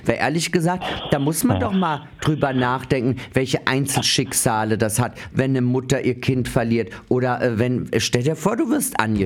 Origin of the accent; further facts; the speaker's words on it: Austria; die können besser Deutsch als ich, als Österreicherin